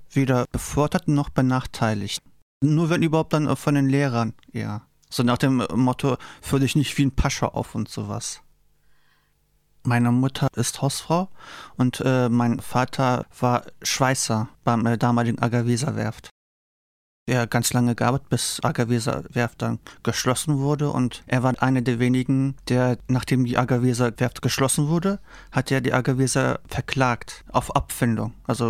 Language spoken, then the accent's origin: German; Bremen, Germany; born there; geboren bin ich 1977 in Bremen. Ich spreche Türkisch, weil ich als Türke geboren bin und türkische Eltern habe. Meine Eltern sind vor circa 7 Jahren, also 1970, hier nach Deutschland gekommen.